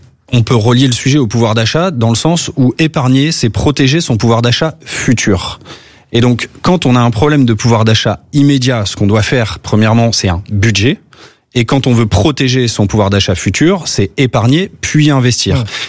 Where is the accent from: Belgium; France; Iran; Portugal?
France; en tant que Français